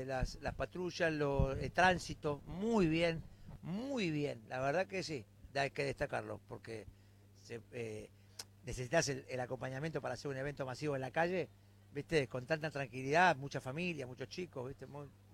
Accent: Buenos Aires Province, Argentina; para los que somos de acá de Zona Oeste toda la vida, esto es un clásico enorme

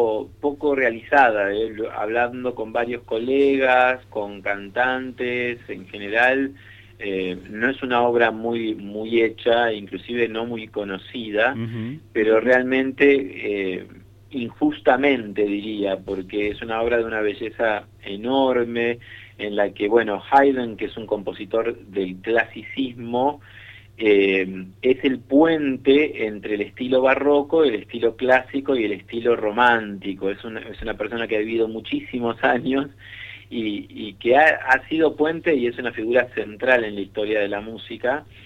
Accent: La Plata, Buenos Aires Province, Argentina; moved away as an adult; also born or lived in Salta; now in Río Cuarto, Argentina; No, yo soy de la ciudad de La Plata.

